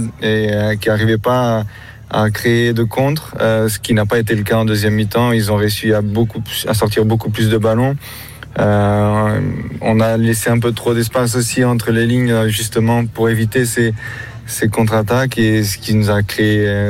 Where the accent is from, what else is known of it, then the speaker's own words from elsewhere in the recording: Portugal; Et même nous, en tant que Portugais, on a cette.